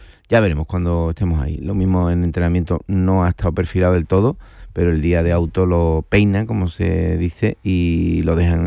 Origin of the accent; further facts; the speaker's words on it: Andalusia, Spain; yo como andaluz me siento perjudicado